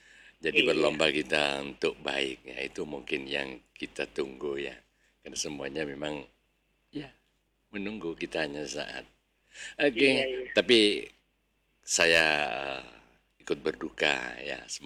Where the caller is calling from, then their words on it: Bluto, East Java, Indonesia; Pokoknya sampaikan dah salam saya dari Bluto itu ya. Dari Bluto adalah salam.